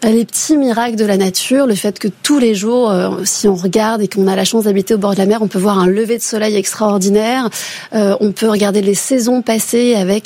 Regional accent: Massy, Île-de-France, France; moved away; also born or lived in Paris; j'ai grandi à Massy dans une tour HLM qui était grise avec du béton partout.

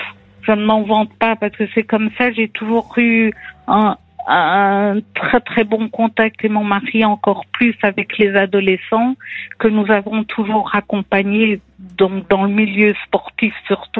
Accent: Belgium; now in Saumur, France; Alors, notre parcours est un peu particulier dans le sens que nous sommes belges.

